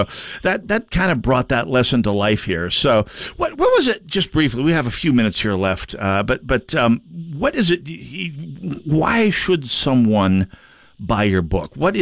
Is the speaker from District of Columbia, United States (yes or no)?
no; North Dakota, United States; because we're both from North Dakota. It's a maritime state